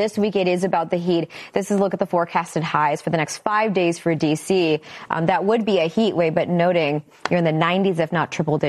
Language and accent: English; Detroit, Michigan, United States; You know, I told you that my memory of growing up in Detroit mm-hmm. and not having central air conditioning.